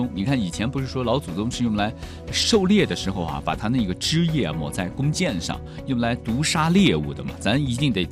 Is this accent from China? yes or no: yes; Kunming, Yunnan, China; 我们昆明人